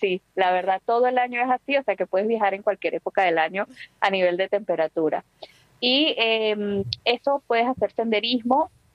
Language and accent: Spanish; Curaçao; nosotros, al ser Antilla Holandesa, somos parte del Reino de los Países Bajos.